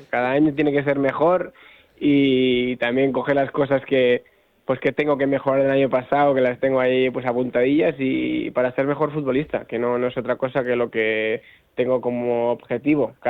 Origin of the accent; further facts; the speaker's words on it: Mungia, Basque Country, Spain; Yo soy de Munguía, bueno, de Bilbao, tengo a mi familia aquí